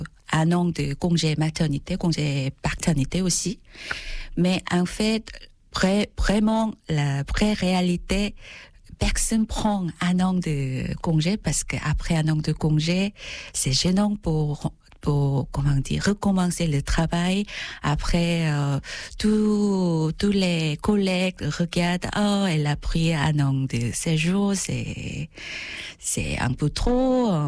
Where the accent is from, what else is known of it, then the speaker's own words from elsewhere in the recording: Seoul, South Korea; French is a second language; Oui, je suis venue de Séoul, la capitale de Corée du Sud. Je dois me préciser parce que j'entends très souvent la question, vous venez d'où? Corée du Nord, Corée du Sud? Donc oui, je suis sud-coréenne, oui, je viens de la Séoul.